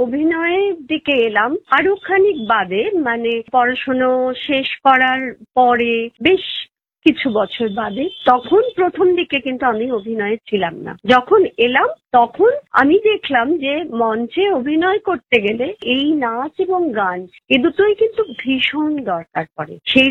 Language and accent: Bangla; Durgapur, West Bengal, India; আমি মফস্বল শহরে দুর্গাপুরে বড় হয়েছি